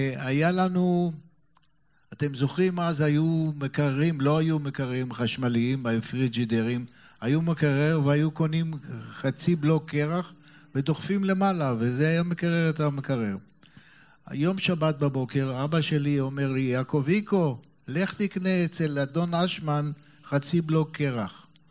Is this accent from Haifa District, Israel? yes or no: yes; Haifa, Haifa District, Israel; אני נולדתי בפלסטינה עוד לפני מדינת ישראל, בתחילת המרי נגד הבריטים, מלחמת העולם העיצומה, ושנות החיפה, חיפה של שנות 40